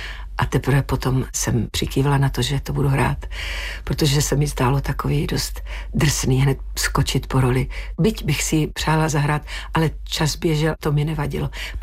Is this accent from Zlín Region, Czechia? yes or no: yes; Vsetín, Zlín Region, Czechia; moved away; já jsem Valach. Já jsem Vsetíňačka.